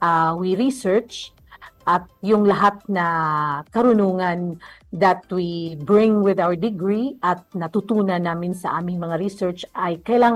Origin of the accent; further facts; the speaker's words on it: Argao, Central Visayas, Philippines; Puro kami taga-Argao kami lahat